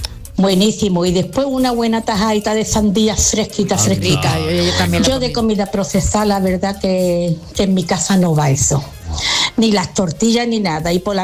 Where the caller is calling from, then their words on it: Jerez de la Frontera, Andalusia, Spain; de Jerez.